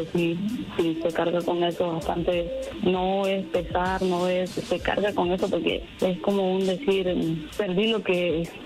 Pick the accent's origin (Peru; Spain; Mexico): Mexico; born there; Nací ahí en México, sí, y tenía bastante comunicación así y todo, pero...